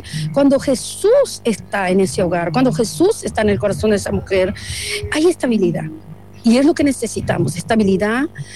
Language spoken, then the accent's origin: Spanish; Uruguay; somos personas comunes como todo uruguayo